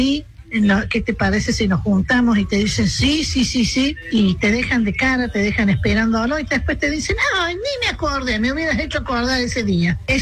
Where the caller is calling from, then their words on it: Argentina; de Camino San Carlos